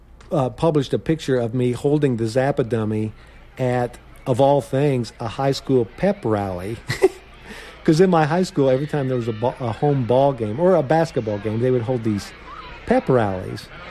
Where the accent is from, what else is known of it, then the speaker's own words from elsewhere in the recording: Tell City, Indiana, United States; my hometown down in Tell City, Indiana.